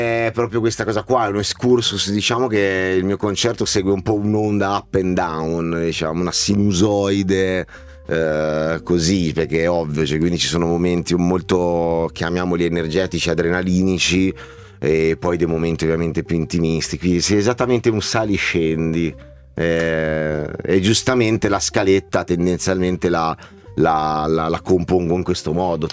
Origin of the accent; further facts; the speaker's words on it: Massa Carrara, Tuscany, Italy; moved away as an adult; now in Luni, Italy; io tecnicamente, fra l'altro, che sono di Massa Carrara